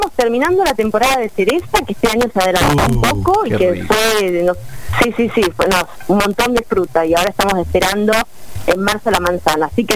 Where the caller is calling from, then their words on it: Gaiman, Chubut, Argentina; nosotros estamos viviendo hace ya casi 14 años en Gaiman, esto es en la costa este de Chubut, en la Patagonia. Esto es a 20 kilómetros de Trelew, a 100 kilómetros de Madryn. Nosotros estamos en una chacra chiquita, una hectárea tenemos